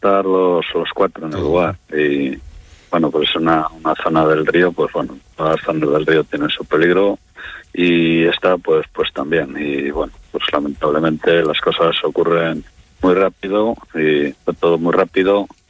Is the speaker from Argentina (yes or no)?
no; Venta de Baños, Castile and León, Spain; born there; Yo, mira, soy nacido aquí en Venta de Baños, sí.